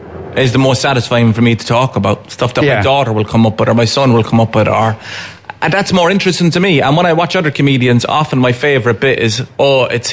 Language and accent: English; Cork, Munster, Ireland; No, like, this is the thing, like, some people will go, did they get you outside Cork? I'm like, I'm speaking English.